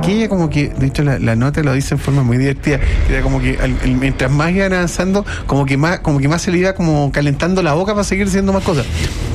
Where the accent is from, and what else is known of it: Chile